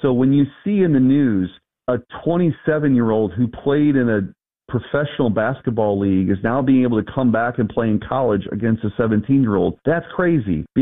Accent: United States; as an American

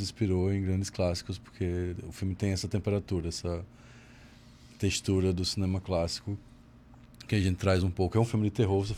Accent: Arapiraca, Alagoas, Brazil; Eu nasci e cresci em Arapiraca.

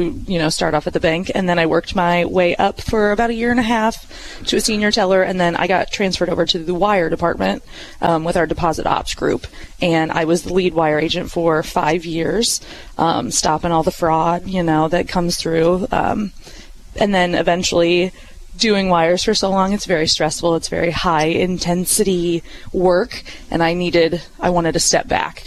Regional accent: Pekin, Illinois, United States; now in Springfield, United States; I'm actually from Pekin, Illinois.

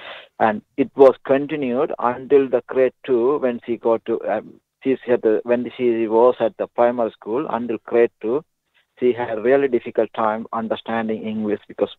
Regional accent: Sri Lanka; English is a second language; moved away as an adult; now in Ballarat, Australia; a refugee from Sri Lanka. I come to this, live in Ballarat, but I couldn't speak any English

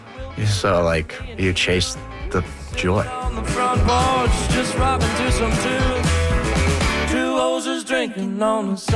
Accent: Toronto, Ontario, Canada; I grew up in Toronto downtown. I took the subway a lot.

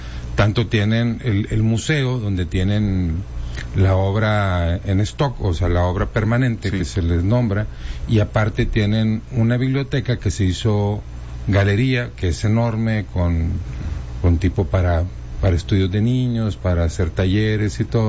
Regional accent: Monclova, Coahuila, Mexico; born there; now in Saltillo, Mexico; mi mamá de Linares, y pues bueno, allá nacimos y pues parte de mi infancia y estudios y todo ahí en Monclova

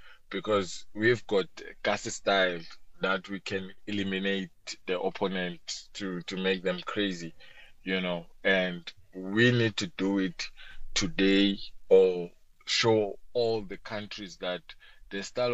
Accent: South Africa; I'm hoping as a South African

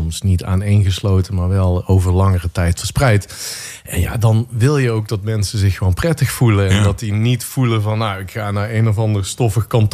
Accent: North Brabant, Netherlands; ik kom uit Brabant en daar draait iedereen ook wel

